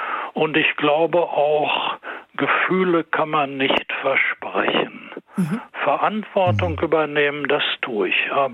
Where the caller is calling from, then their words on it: Paderborn, North Rhine-Westphalia, Germany; Ich rufe aus Paderborn an.